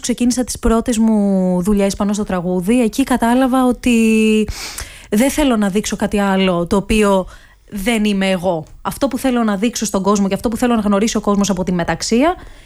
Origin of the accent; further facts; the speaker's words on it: Mytilene, North Aegean, Greece; εγώ μεγάλωσα στη Μυτιλίνη, στο νησί της Μυτιλίνης.